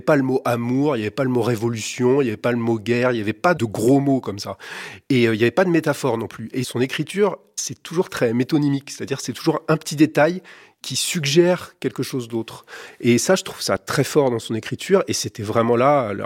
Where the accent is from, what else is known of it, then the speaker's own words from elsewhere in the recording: Lisieux, Normandy, France; Moi, je venais de Lisieux, lui.